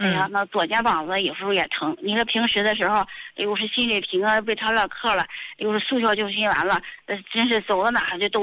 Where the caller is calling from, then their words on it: Tangshan, Hebei, China; 我是唐山的。